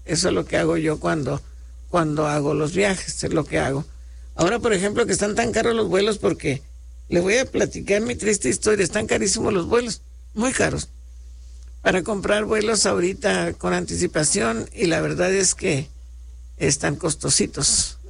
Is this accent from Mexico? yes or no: yes; Mexico; como buenos mexicanos, que crecimos con este, con esta música